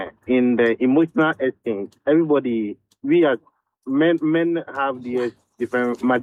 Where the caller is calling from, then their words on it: Tema, Greater Accra, Ghana; I'm calling from Tema.